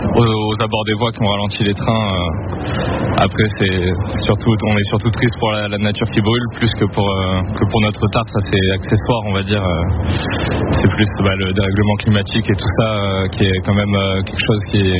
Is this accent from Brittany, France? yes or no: no; Marseille, Provence-Alpes-Côte d'Azur, France; De Marseille, au sud.